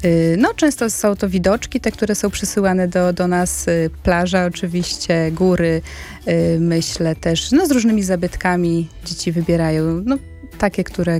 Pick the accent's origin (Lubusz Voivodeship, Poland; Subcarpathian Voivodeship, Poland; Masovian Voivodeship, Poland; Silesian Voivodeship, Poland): Masovian Voivodeship, Poland; Mińsk Mazowiecki